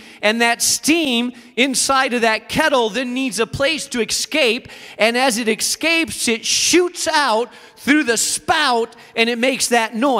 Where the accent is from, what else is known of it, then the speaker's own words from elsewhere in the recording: Spain; moved away; I grew up in Spain. Spain has strong coffee. I like my coffee strong.